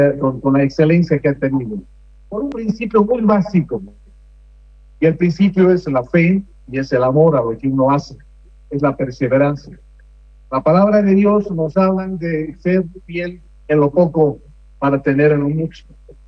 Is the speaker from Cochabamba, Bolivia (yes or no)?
no; La Paz, Bolivia; nosotros como paceños creemos en esta tierra y definitivamente no nos hemos dejado.